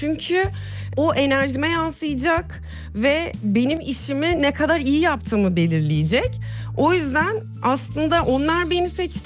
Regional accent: Istanbul, Turkey; İstanbul'da yaşıyorum ben. Her zaman burada yaşadım. Doğma büyüme İstanbulluyum.

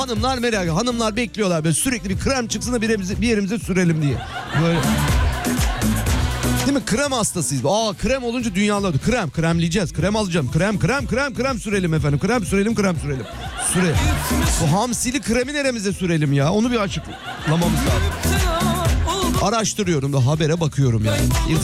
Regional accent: Sivas, Turkey; Bakayım şöyle bir memleketim Sivas'ta Sivas kokan kolonya satılıyordu.

